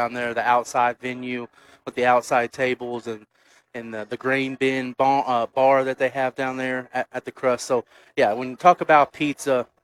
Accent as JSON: {"language": "English", "town": "Huntsville", "country": "United States", "tie": "born or raised there", "said": "growing up in Huntsville"}